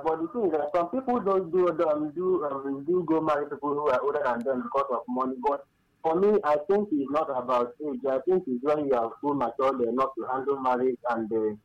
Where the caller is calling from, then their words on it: Ogun, Nigeria; I'm calling from Ogun.